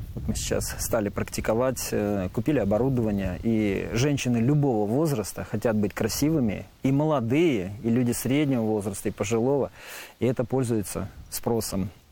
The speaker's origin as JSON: {"language": "Russian", "region": "Krasnodar Krai", "country": "Russia", "tie": "born or raised there", "moved": "yes", "said": "Я сам родом с Краснодарского края, и меня часто тянет на юга."}